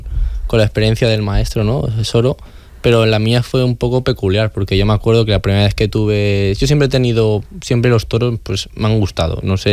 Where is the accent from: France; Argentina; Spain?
Spain; Mislata, Valencian Community; Yo soy de Mislata y la verdad que ahí en Mislata es cierto que tampoco el bobo al carrer es algo tan...